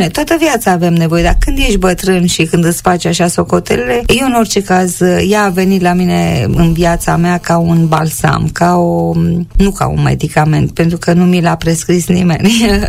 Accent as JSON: {"language": "Romanian", "region": "Bucharest", "country": "Romania", "tie": "born there", "said": "Eu m-am născut lângă București în 1946, deci sunt sudistă, cum spun eu, așa, dar în caracter nu, să știți, mă consider și eu absolut basarabeancă"}